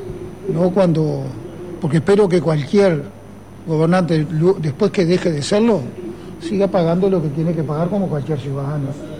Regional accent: La Paloma, Rocha, Uruguay; mi pueblo, ya, en La Paloma, en Rocha

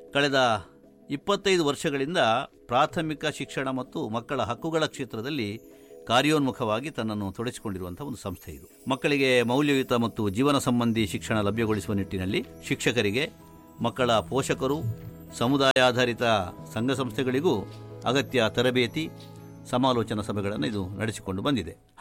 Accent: Mangaluru, Karnataka, India; ಆದರೂ ಮಂಗಳೂರಿನ ಪೇಟೆಯ ಪರಿಚಯ ಪೂರ್ತಿ ಮಾಡಿಕೊಳ್ಳಿಕ್ಕೆ ಸಾಧ್ಯ ಆಗಲಿಲ್ಲ. ಅಷ್ಟು ವಿಸ್ತಾರವಾಗಿದೆ ನೋಡಿ ನಮ್ಮ ಊರು.

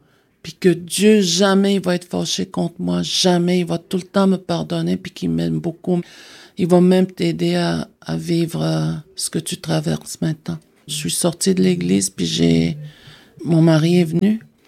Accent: Schefferville, Quebec, Canada; Je viens de la communauté de Matimekush Lakjam.

